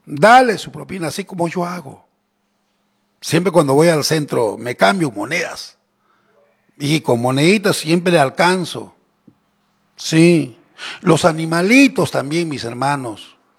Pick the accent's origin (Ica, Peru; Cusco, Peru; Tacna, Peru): Tacna, Peru; Ilabaya; born there; moved away; Mi pueblo que me vio nacer.